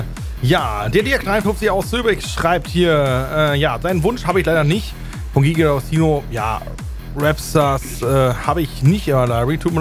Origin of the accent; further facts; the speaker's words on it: Castrop-Rauxel, North Rhine-Westphalia, Germany; Ja, schöne Grüße an den Jens in meine alte Heimat, Kastrop.